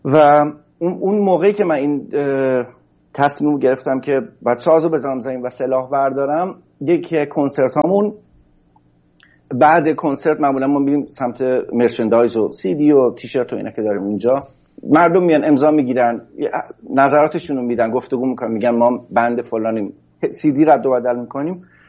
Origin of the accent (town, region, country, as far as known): Iran; moved away